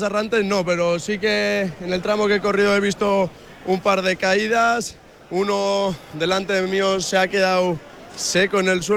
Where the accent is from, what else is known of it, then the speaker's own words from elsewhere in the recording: Dima, Basque Country, Spain; Desde Dima, de Vizcaya.